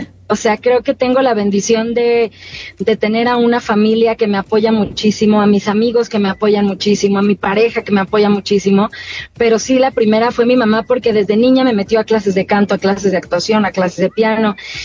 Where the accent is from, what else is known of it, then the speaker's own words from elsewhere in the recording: Mexico; así somos las familias de México